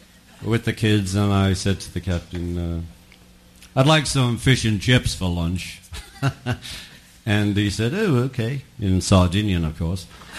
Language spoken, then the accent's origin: English; Liverpool, North West England, United Kingdom; We're from Liverpool